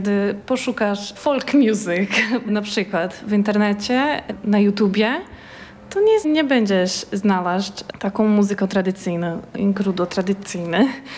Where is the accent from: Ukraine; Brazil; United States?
Brazil; Curitiba, Paraná; Polish is a second language; jestem z Brazylii, z Curitiba.